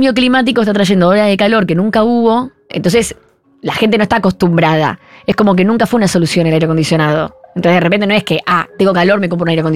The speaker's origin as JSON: {"language": "Spanish", "country": "Argentina", "said": "le decía somos argentinos"}